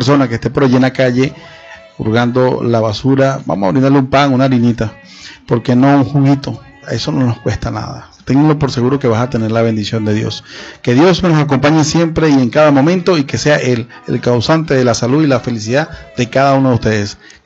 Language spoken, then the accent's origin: Spanish; Venezuela; lograr esa meta como venezolanos